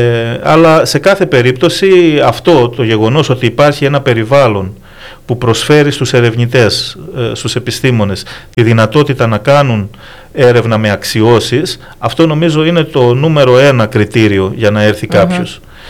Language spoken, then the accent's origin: Greek; Crete, Greece; Γιατί κατάγομαι και από την Κρήτη, οπότε για μένα ήταν ένα πολύ μεγάλο ευτύχημα το γεγονός ότι εδώ στην Κρήτη, στον τόπο μου